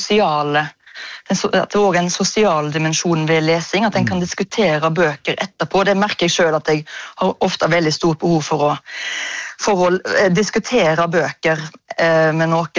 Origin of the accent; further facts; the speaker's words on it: Ølen, Vestland, Norway; så hver sommer så pakket foreldrene mine i bilen, og så kjørte vi til Mosjøen fra Ølen, der jeg vokste opp